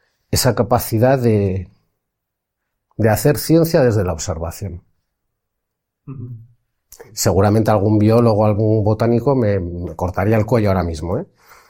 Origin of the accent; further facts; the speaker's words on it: Basque Country, Spain; Yo que soy del País Vasco, por ejemplo